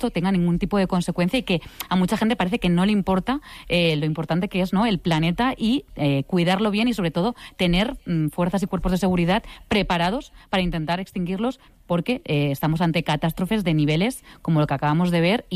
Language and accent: Spanish; Castellón, Valencian Community, Spain; Yo soy de Castellón y además acabamos de sufrir un terrible incendio en la Serra de Espada, que también está entre Castellón y Valencia.